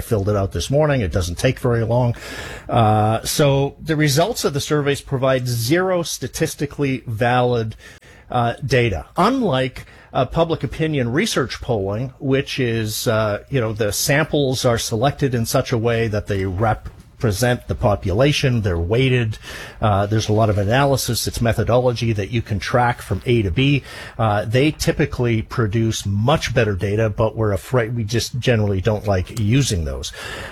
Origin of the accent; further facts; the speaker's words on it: British Columbia, Canada; I grew up in British Columbia. It was quite clear to me then that very few benefits ever made it over the Rocky Mountains into British Columbia from the big money pot in Ottawa.